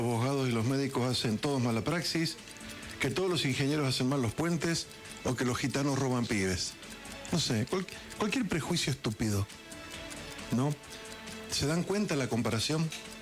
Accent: Argentina; todos somos técnicos de la selección argentina

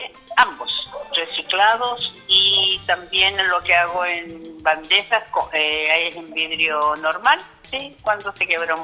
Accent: Villa Concepción, Chile; No, soy del sector de la Villa Concepción.

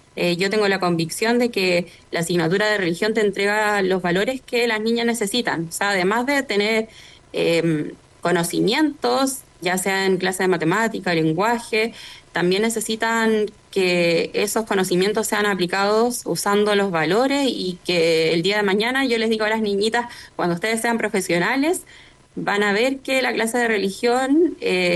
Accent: La Pintana, Santiago Metropolitan Region, Chile; born there

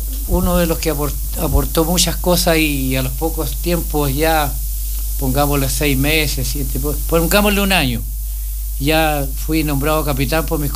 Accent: Freire, Araucanía, Chile; now in Coyhaique, Chile; Yo soy de Freire, al lado de Temuco, sigo aquí y tengo mi familia, conocí a mi señora acá en Coyhaique y me quedé

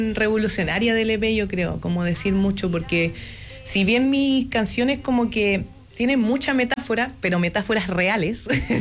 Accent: Chile Chico, Aysén, Chile; yo soy de Chile Chico, soy de allá, de la estepa, roca, coirón, bosque más o menos.

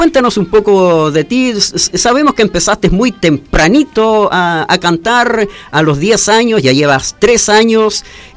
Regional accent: Talcahuano, Biobío, Chile; Somos de acá, de Talcahuano, tenemos que estar presente con toda nuestra gente

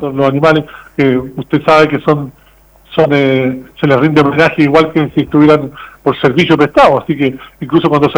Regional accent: O'Higgins, Chile; yo soy del Córdoba, por hecho, ¿eh? Ahí en la esquina.

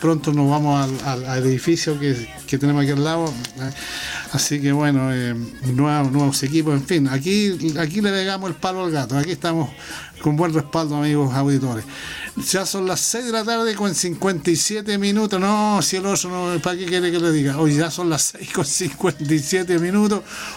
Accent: Parral, Maule, Chile; yo soy de Parral muchos años

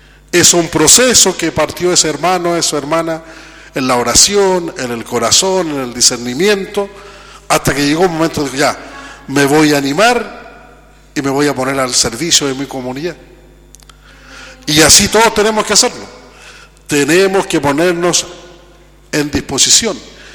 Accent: Coquimbo, Chile; Hoy día nosotros en la cuarta región tenemos un récord bien particular. Somos la zona de Chile que tiene más adultos mayores

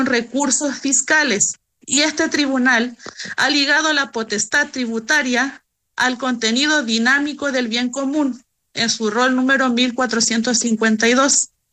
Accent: Chile; now in Alto Hospicio, Chile; pero somos chilenos.

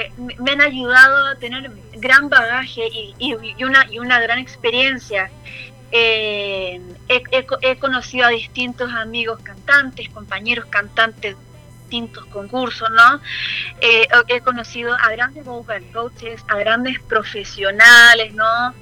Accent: Chile; un orgullo como artista chilena

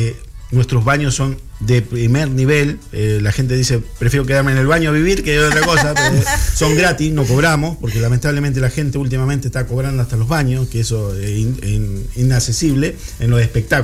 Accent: Argentina; Yo soy argentino, mi mamá es checoslovaca.

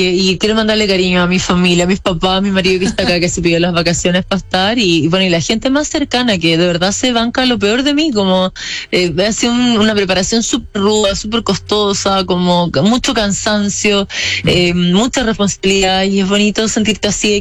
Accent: Chile; desde el fin del mundo, desde Chile

